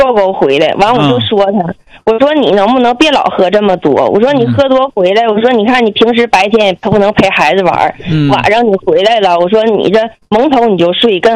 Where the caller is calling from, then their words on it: Shenyang, Liaoning, China; 我是沈阳人